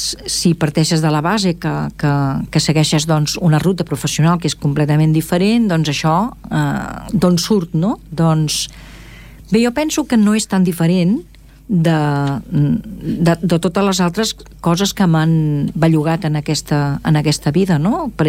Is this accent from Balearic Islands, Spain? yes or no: no; Esplugues de Llobregat, Catalonia, Spain; born there; first language Catalan; ens anàvem a córrer pels camps i tot eren camps, no? Tot, i just al voltant de la Plana, per anant cap al barri de Sant Feliu, per allà on hi ha el metro ara de Boixeres, tot allò, doncs, a veure, eren descampats